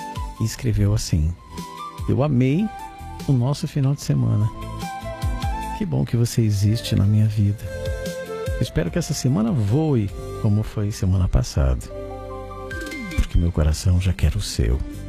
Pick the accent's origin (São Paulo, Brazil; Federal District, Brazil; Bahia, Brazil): São Paulo, Brazil; Itapevi; Eu sou de Itapevim, São Paulo